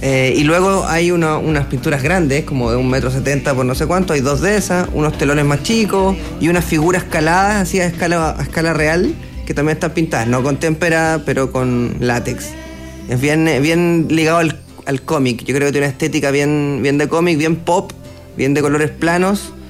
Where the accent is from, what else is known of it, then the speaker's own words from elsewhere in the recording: Punta Arenas, Magallanes, Chile; now in Valparaíso, Chile; Soy de Punta Arenas. ¿Ya? Vivo en Valpo hace ya 18 años.